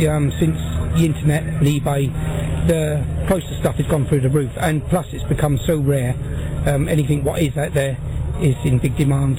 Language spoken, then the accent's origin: English; Lowestoft, East of England, United Kingdom; We're from Lowestoft in Suffolk, about 220 miles away, so it's quite a journey.